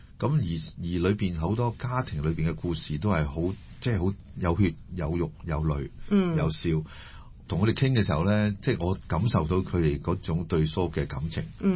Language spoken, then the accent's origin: Cantonese; Hong Kong Island, Hong Kong; 我其實在北角長大的